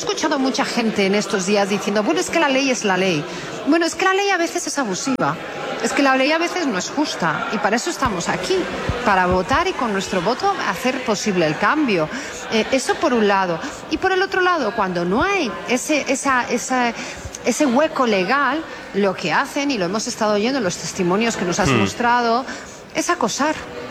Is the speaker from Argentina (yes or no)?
no; Madrid, Community of Madrid, Spain; Yo soy de Madrid, pues Madrid para los madrileños y Sevilla para los sevillanos